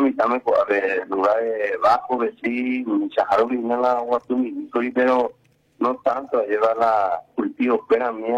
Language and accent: Spanish; Paraguay